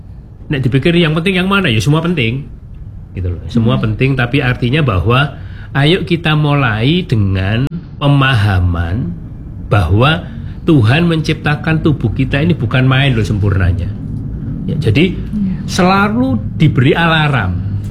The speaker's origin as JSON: {"language": "Indonesian", "town": "Surabaya", "region": "East Java", "country": "Indonesia", "said": "aku arek Surabaya"}